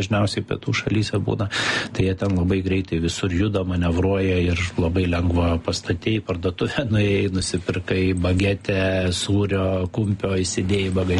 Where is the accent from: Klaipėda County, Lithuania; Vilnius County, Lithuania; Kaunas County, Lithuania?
Kaunas County, Lithuania; Kaunas; aš pats kaunietis esu